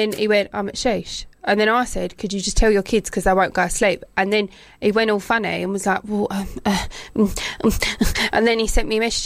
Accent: Gravesend, South East England, United Kingdom; I'm from Gravesend.

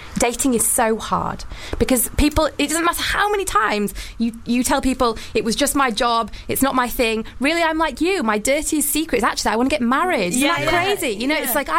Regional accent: Wakefield, Yorkshire and the Humber, United Kingdom; I'm from Wakefield. Okay. Yeah, Wakey. My accent's changed a little bit.

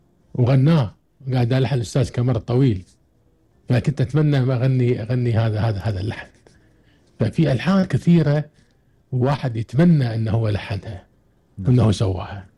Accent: Kuwait; عندنا بالكويت

